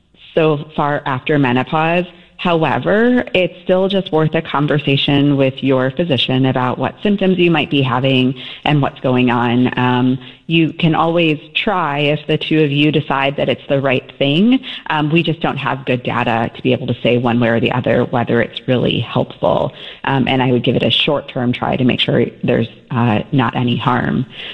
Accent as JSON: {"language": "English", "town": "Chicago", "region": "Illinois", "country": "United States", "tie": "born or raised there", "said": "I grew up in Chicago."}